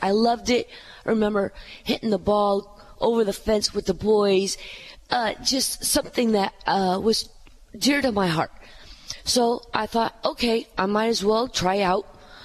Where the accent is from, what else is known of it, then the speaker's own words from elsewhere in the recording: South San Francisco, California, United States; I was born in San Francisco, raised in South San Francisco